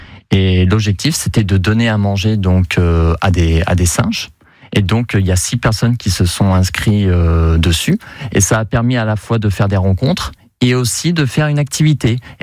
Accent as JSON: {"language": "French", "region": "Normandy", "country": "France", "tie": "born or raised there", "said": "je suis originaire de Normandie"}